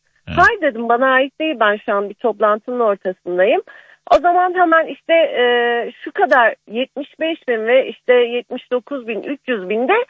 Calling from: Gaziantep, Turkey; ben Gaziantep'ten arıyorum

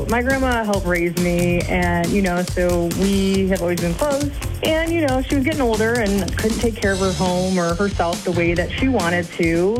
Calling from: Madison, Wisconsin, United States; I'm from Madison

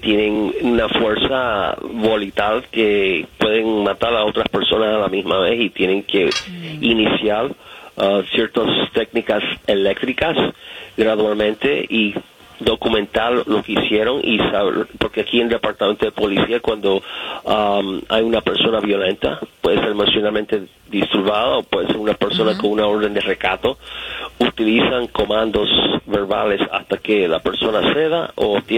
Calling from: New York, United States; estoy llamando desde Nueva York.

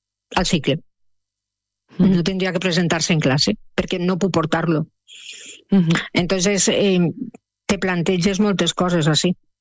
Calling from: Pego, Valencian Community, Spain; jo sóc de Pego, del meu poble també

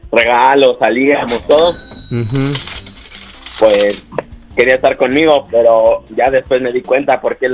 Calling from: Mexico City, Mexico; Tengo 20 años y aquí estoy de la Ciudad de México.

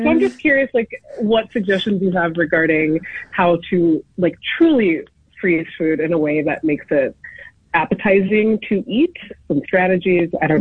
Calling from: St. Paul, Minnesota, United States; I'm calling from St. Paul, Minnesota.

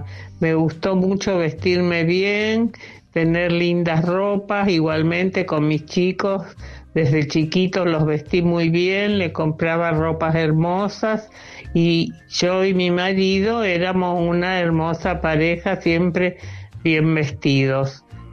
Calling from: Rosario, Santa Fe, Argentina; de Rosario.

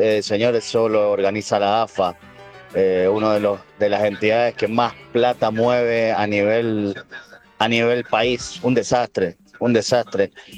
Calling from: Mendoza, Argentina; de Ciudad.

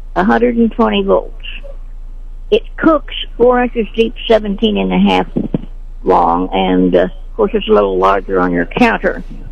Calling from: Sedalia, Missouri, United States; Okay, I'm from Sedalia.

